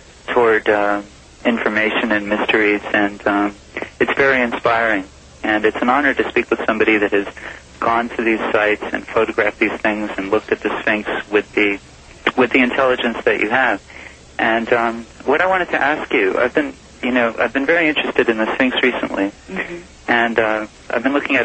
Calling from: Philadelphia, Pennsylvania, United States; I'm calling from Philadelphia.

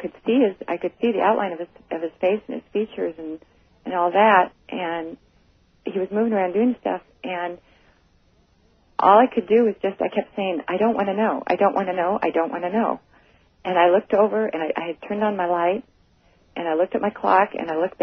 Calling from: Wenatchee, Washington, United States; Hi, I'm calling from Wenatchee.

